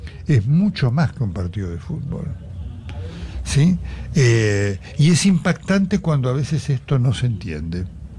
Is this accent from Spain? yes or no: no; Argentina; Y argentinos, habemos argentinos muy buenos, otros que son malos, los hay, como hay españoles muy buenos y muy malos.